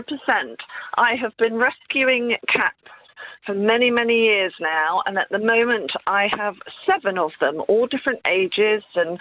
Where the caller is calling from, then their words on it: Tavistock, South West England, United Kingdom; Hi, I'm in Tavistock.